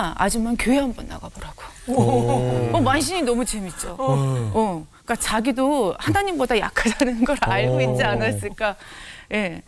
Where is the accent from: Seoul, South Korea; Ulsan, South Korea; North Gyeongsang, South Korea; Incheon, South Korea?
Incheon, South Korea; Ganghwa; 저는 강화에서 태어났어요.